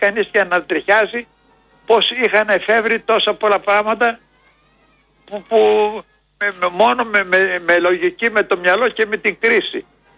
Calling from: Greece

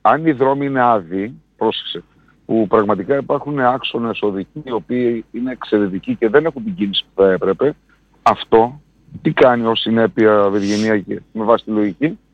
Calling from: Central Macedonia, Greece; εδώ στη Χαλκιδική

